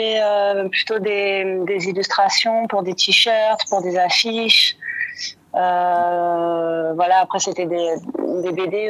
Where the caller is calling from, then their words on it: Saint-Claude, Guadeloupe; j'habite à Saint-Claude, c'est au pied du volcan de la Soufrière.